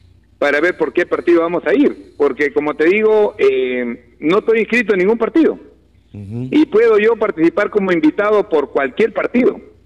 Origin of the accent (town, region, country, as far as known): Olmos, Lambayeque, Peru; moved away